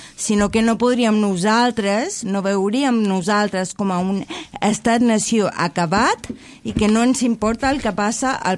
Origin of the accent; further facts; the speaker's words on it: Chile; Ojo, sóc americana, bueno, sóc de Xile.